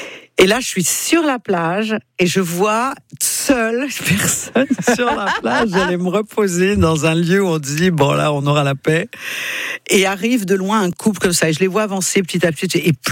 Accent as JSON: {"language": "French", "country": "France", "said": "Je lui dis oui, je suis française."}